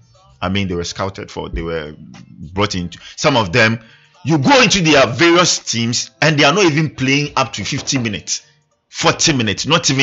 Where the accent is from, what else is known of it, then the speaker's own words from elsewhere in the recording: Ghana; I was just being a Ghanaian.